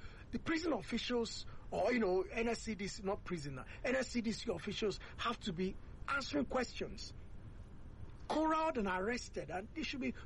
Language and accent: English; Nigeria